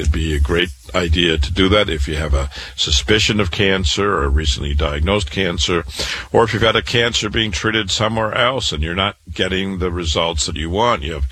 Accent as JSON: {"language": "English", "town": "Waterloo", "region": "Iowa", "country": "United States", "tie": "born or raised there", "said": "I was born and raised in Waterloo, Iowa. I went to public school, went to university"}